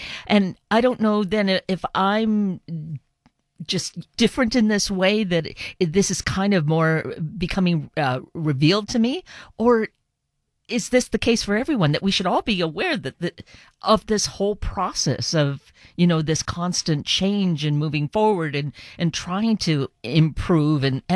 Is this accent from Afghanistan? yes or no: no; Canada; now in United States; I am an immigrant. I grew up in Canada, but I've lived most of my life here now.